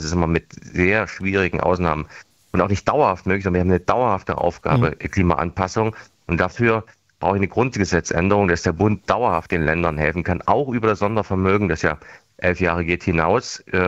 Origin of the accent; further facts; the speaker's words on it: Erfurt, Thuringia, Germany; Entsiegelung von Flächen in Erfurt, meiner Heimat.